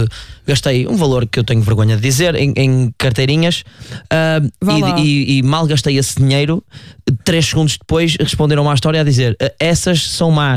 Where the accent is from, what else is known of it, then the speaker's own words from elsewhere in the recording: Trofa, Norte, Portugal; eu sou da Trofa. Eu disse: vim da Trofa.